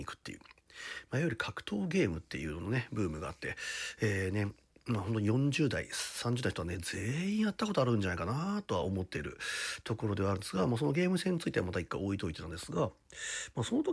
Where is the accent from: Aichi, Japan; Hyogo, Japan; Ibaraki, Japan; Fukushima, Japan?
Aichi, Japan; 僕たちはもう片田舎の愛知県の本当片田舎に住んでいて、